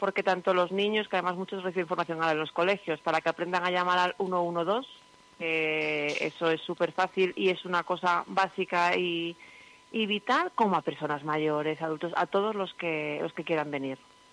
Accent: Aragon, Spain; procedemos de Torres, otro barrio de aquí al ladito

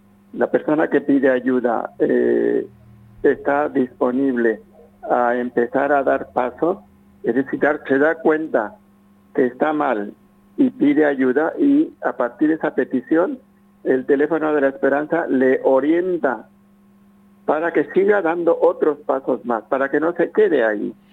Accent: Mexico; Hay sociedades, yo vengo de México, y hay sociedades, hay comunidades en donde el anciano ocupa un lugar central.

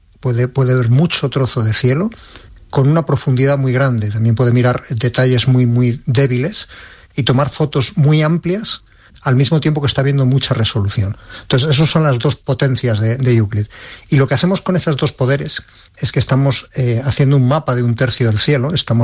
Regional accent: Ávila, Castile and León, Spain; yo soy de Ávila y en Ávila tenemos unos cielos envidiables, de hecho tenemos reservas Starlight.

